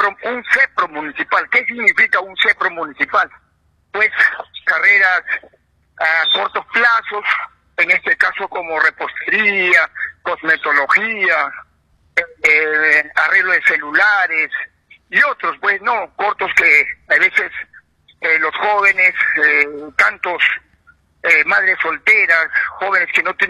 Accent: Pichanaki, Junín, Peru; saludar a todos nuestros hermanos de nuestro distrito de Pichanaki

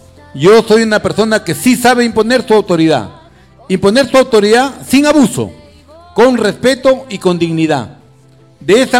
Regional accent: Olmos, Lambayeque, Peru; born there; porque yo aquí nací en Olmos

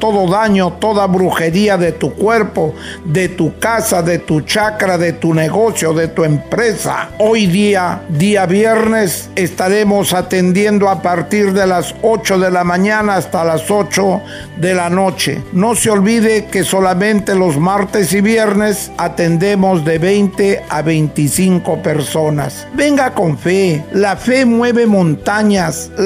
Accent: northern Peru, Peru

